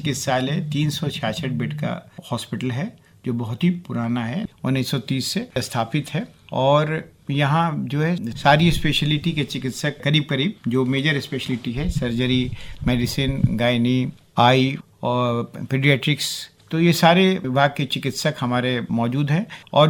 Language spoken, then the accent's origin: Hindi; Sasaram, Bihar, India; also born or lived in Patna; मैं बिहार से बिलोंग करता हूँ। सासाराम एक छोटी सा एक शहर है जहाँ से मेरी पढ़ाई लिखाई हुई। वो 10th तक मैंने वहाँ पढ़ाई किया।